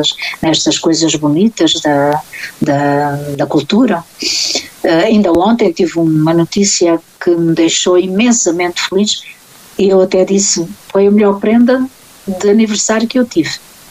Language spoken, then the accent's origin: Portuguese; Alentejo, Portugal; accent: Alentejo; Também já não tenho o sotaque genuíno do nosso Alentejo. Já não é o genuíno. Mas tem coisas que as pessoas acham que são diferentes, não é? E percebem perfeitamente que eu não sou daqui, não é?